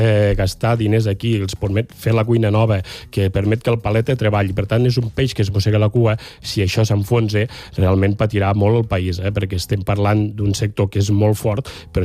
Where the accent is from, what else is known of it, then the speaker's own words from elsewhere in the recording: Balaguer, Catalonia, Spain; Ahir mateix el meu poble Balaguer